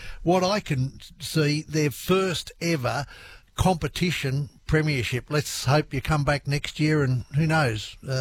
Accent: Coonamble, New South Wales, Australia; I grew up in Canamble, and I, you know, fondly remember our matches at Galar

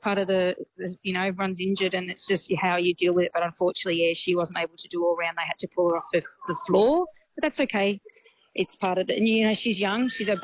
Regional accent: New South Wales, Australia; now in Brisbane, Australia; As you know, I think most people know we're from the Illawarra. My husband still resides in Shell Harbour. And I'm up in Brisbane or down the Gold Coast now with Ruby

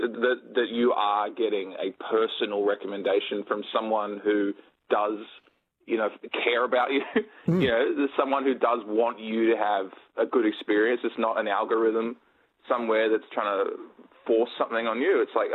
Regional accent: Sydney, New South Wales, Australia; I'm from Sydney originally, and so I grew up with 2SER and FBI as well.

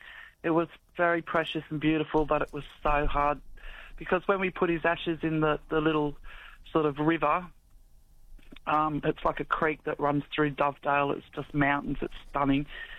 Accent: Yorkshire and the Humber, United Kingdom; So we're from Yorkshire, and that's where he's from, like Rotherham area, and my mum.

